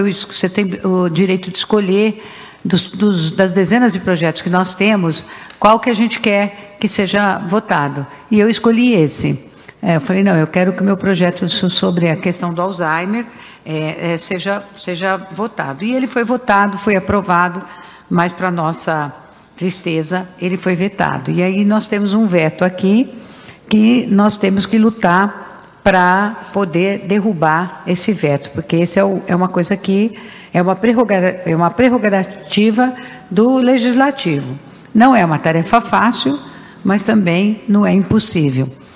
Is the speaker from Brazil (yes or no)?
yes; Catanduva, São Paulo, Brazil; eu sou de Catanduva